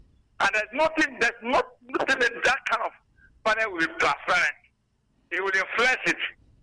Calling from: Enugu, Enugu State, Nigeria; Hello, this is … I'm calling from Enugu.

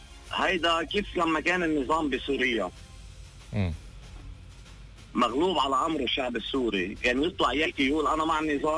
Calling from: South Lebanon, Lebanon; انا بدي اعطي صرخه من ابن جنوب.

